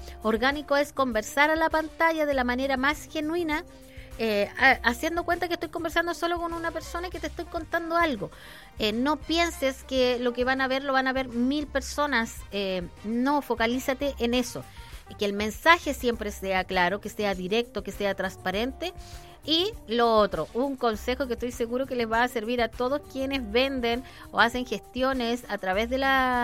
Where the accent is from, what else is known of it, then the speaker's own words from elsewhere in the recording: Argentina; coach, soy de Argentina, mira, me encanta, ¿cómo están?